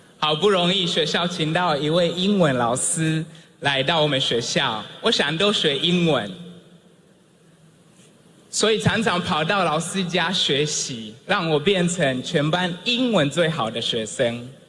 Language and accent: Chinese; Kigoma, Tanzania; 我出生在坦桑尼亚的山区，一个靠近贡北国家公园的小村落。那里是珍古的博士研究野生黑猩猩的地方，也是我的生命的起点。我在一个贫穷家庭长大